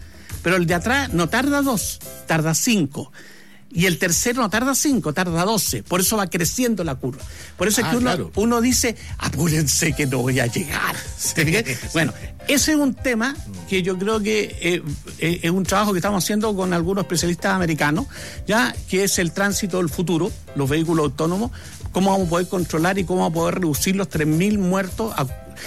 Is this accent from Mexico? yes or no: no; Chile